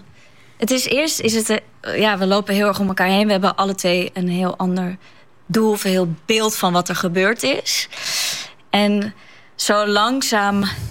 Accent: Sneek, Friesland, Netherlands; accent: Snitsers (Sneek town Frisian); first language Frisian (Sneek town dialect); Dutch is a second language; ik ben hier in Friesland. En ik opgroeit met de Friese taal. Maar mijn huid is Snitsers. Dus dat is dan net weer de Friese taal, maar een Friese dialect of het Friese, stadsfries.

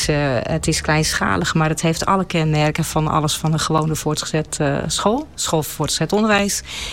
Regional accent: Friesland, Netherlands; born there; also born or lived in central Netherlands; now in Schiermonnikoog, Netherlands; Ik ben geboren getogen in Friesland en destijds met mijn ouders naar het midden van Nederland verhuisd. En met het ouder worden had ik een groot verlangen om terug te gaan naar huis. En dat is voor mij toch Friesland.

